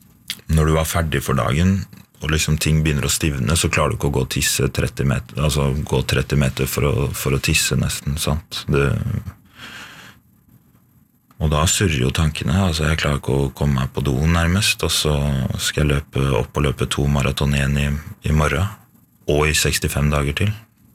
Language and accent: Norwegian; Finnskogen, Innlandet, Norway; for en som har tilbrakt store deler av oppveksten på Finnskogen og løpt gjennom lignende områder siden man var liten gutt